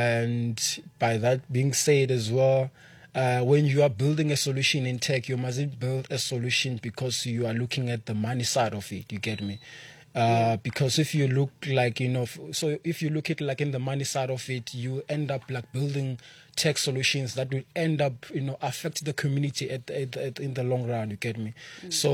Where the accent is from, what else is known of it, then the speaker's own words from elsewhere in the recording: Mpumalanga, South Africa; I grew up in Mpumalanga